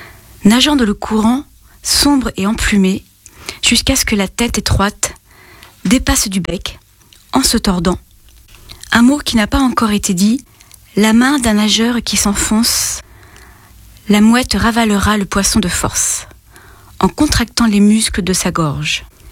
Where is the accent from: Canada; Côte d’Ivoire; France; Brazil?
France; Chalon; Ah oui, je suis native de Chalon et c'est un hommage à